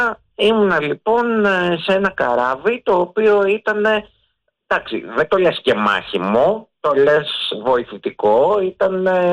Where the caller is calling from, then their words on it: Aspropyrgos, Attica, Greece; από τον Ασπρόπυργο.